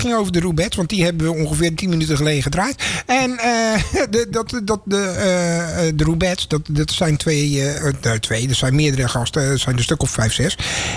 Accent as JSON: {"language": "Dutch", "town": "Goeree-Overflakkee", "region": "South Holland", "country": "Netherlands", "said": "Mensen, ik kom van Goede Overflakke. Mocht je niet weten waar dat is. Dat is een eiland."}